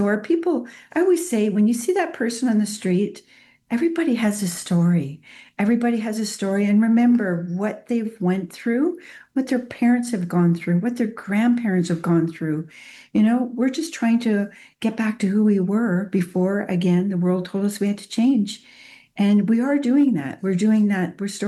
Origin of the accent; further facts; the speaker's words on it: Alberta, Canada; but we're from Alberta